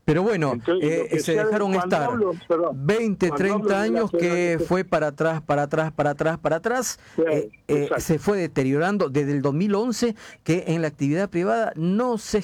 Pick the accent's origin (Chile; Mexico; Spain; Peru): Peru; now in Argentina; yo soy peruano